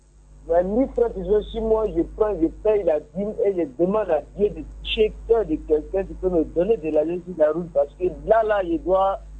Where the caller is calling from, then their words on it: Côte d’Ivoire; j'appelle de Bekekro présentement.